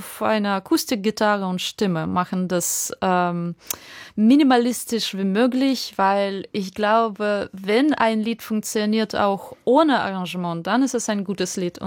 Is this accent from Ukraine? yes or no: yes; Ukraine; now in Berlin, Germany; also ich als Ukrainerin, ja, ich habe meinen Schmerz